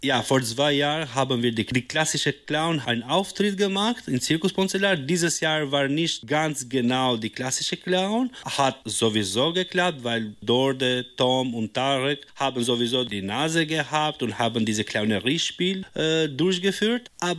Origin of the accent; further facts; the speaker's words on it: Albania; German is a second language; moved away as an adult; also born or lived in Milan; now in Krefeld, Germany; Ich komme aus Albanien. Ich habe da studiert und dann mein Master in Mailand abgeschlossen. Und nach einer langen Erfahrung in Mailand, Italien, bin ich Krefeld umgezogen